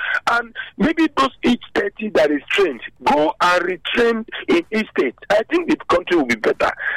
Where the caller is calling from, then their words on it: Benin City, Edo, Nigeria; Yes, I'm calling from Mission Road.